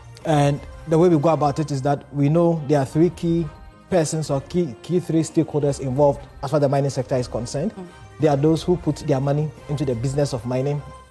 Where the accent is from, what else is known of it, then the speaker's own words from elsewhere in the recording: Ashanti, Ghana; my hometown, somewhere in the Ashanti region, where mining is happening